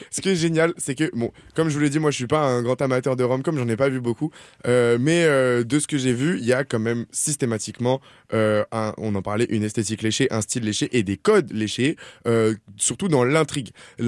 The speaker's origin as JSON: {"language": "French", "country": "France", "said": "je vous dis ça en tant que français"}